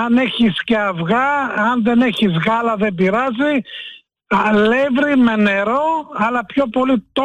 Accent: Kalambaka, Thessaly, Greece; now in Piraeus, Greece; Εγώ έχω μεγαλώσει στα Μετέωρα, στην Καλαμπάκα.

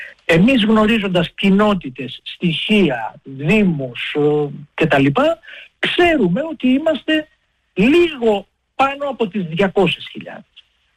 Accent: Greece; πόσο μάλλον εμάς που είμαι Έλληνας τσιγκάνος και δεν θέλω να κρύβω πάρα πολλοί άνθρωποι, χιλιάδες άνθρωποι στην Ελλάδα, το ότι είμαστε Έλληνες τσιγκάνοι, κάτι για το οποίο αισθανόμαστε υπερήφανοι, γιατί ήρθαμε το 1920 οι παππούδες

